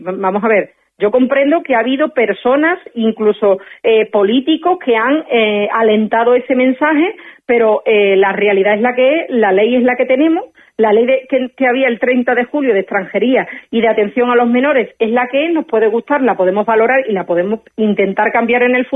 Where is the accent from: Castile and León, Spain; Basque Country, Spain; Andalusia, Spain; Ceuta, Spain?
Ceuta, Spain; yo me siento profundamente orgullosa de ser española y por suerte he nacido 20 kilómetros más para acá y soy de Ceuta.